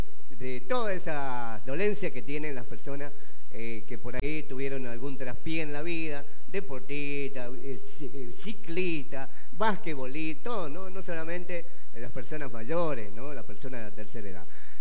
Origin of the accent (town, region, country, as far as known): Argentina